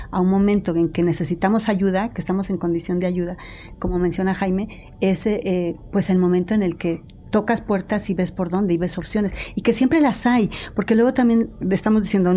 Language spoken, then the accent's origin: Spanish; Mexico; es parte de nuestra característica como mexicanos.